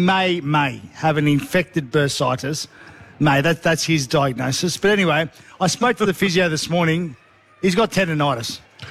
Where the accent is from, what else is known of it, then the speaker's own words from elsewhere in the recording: Greystanes, New South Wales, Australia; I grew up in Greystanes, and my mum and my brother's sisters lived at Blacktown.